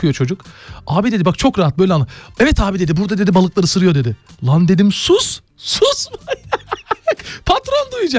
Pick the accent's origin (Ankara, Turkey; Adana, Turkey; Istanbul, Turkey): Istanbul, Turkey; born there; Benim de çocukluğum çok sert geçti ya. Beni Zeytinburnu günlerine götürme.